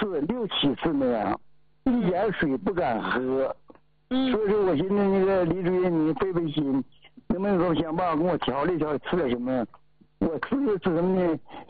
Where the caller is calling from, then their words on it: Baishan, Jilin, China; 家在吉林白山。